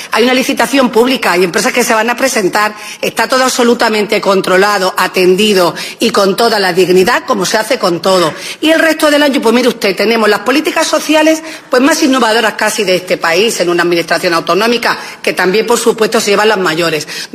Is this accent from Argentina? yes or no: no; Spain; Soy española, pertenezco a la Constitución española